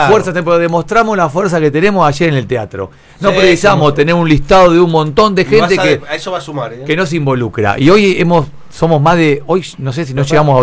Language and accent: Spanish; Saavedra, Buenos Aires Province, Argentina; now in Bahía Blanca, Argentina; Yo cuando era chico yo vivía en Saavedra, imagínate. Yo soy nacido en Saavedra.